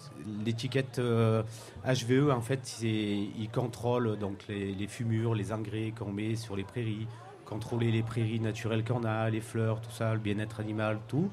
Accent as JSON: {"language": "French", "town": "Saint-Bonnet-en-Champsaur", "region": "Provence-Alpes-Côte d'Azur", "country": "France", "tie": "born or raised there", "said": "Moi, je suis originaire de Saint-Bonnet"}